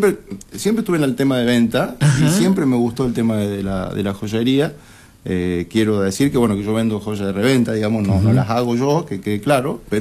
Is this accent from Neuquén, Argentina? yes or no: yes; Neuquén, Argentina; born there; also born or lived in Córdoba; now in Junín de los Andes, Argentina; Yo me crié en Neuquén. En realidad, a los 14 años me fui a vivir a Neuquén Capital. Ajá. Y tuve casi toda mi vida, tuve mis hijos en Neuquén, y bueno, después me fui un tiempo a Córdoba y ahora regresé